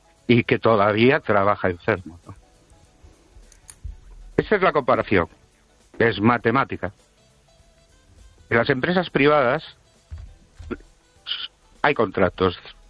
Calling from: Ourense, Galicia, Spain; de Orense.

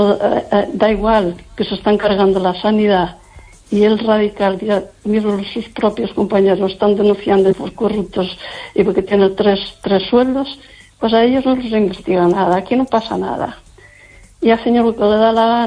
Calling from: Lugo, Galicia, Spain

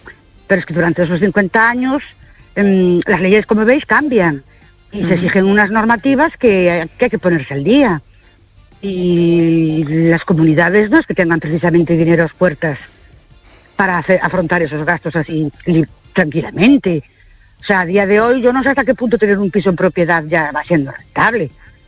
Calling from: Ourense, Galicia, Spain; de Urense otra vez.

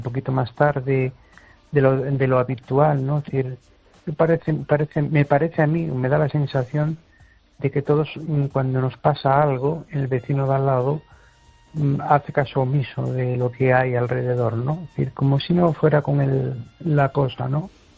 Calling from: Amoeiro, Galicia, Spain; de Amoeiro.

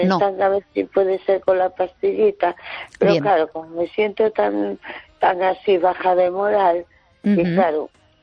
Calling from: A Coruña, Galicia, Spain; Hola, buenas noches. … de Coruña.

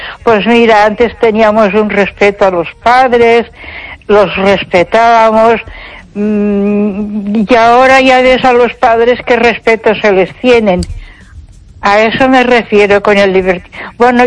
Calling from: Ponferrada, Castile and León, Spain; de Ponferrada.

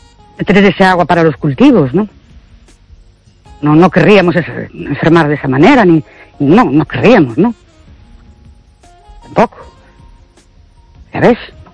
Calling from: Ourense, Galicia, Spain; Buenas noches … de Ourense.

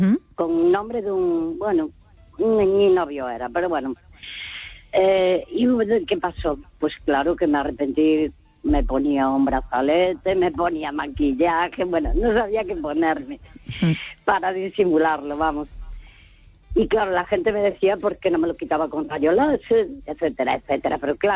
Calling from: Santiago de Compostela, Galicia, Spain; de Santiago.

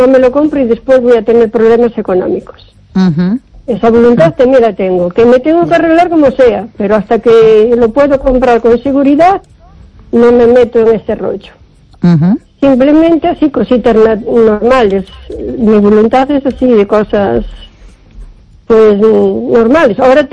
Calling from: O Carballiño, Galicia, Spain; Buenas noches, Esther … de Carballiño.

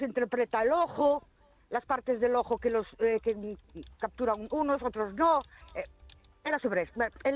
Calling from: Ourense, Galicia, Spain; de Ourense.

